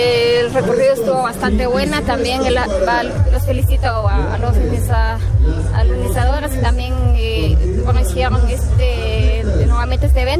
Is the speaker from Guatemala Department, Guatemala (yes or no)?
yes; San Juan Sacatepéquez, Guatemala Department, Guatemala; vengo de San Juan Zacatepeque.